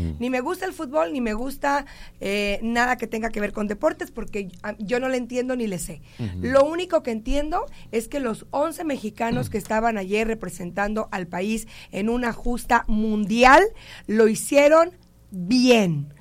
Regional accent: Mexico; Si ve, somos mexicanos, sacamos la casa.

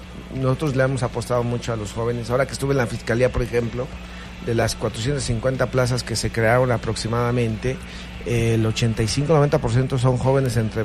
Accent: Paracho, Michoacán, Mexico; Sí, rápidamente, pues, yo soy originario del municipio de Paracho, actualmente tengo 47 años de edad.

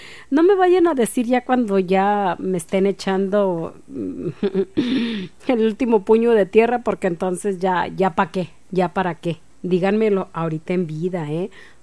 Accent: Michoacán, Mexico; los que somos mexicanos y más michoacanos

